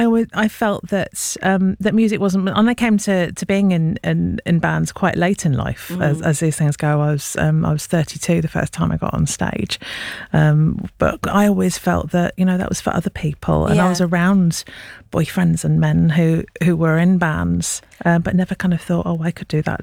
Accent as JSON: {"language": "English", "region": "London", "country": "United Kingdom", "tie": "born or raised there", "said": "I'm born and bred in London."}